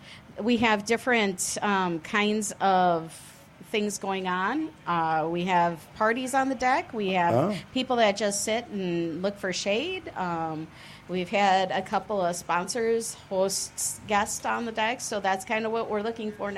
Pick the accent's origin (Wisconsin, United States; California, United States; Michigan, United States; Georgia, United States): Wisconsin, United States; Oshkosh; born or raised there